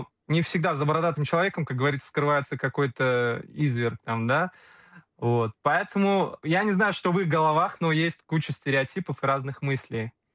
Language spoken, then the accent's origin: Russian; Kazan, Tatarstan, Russia; я из Казани, из Республики Татарстан.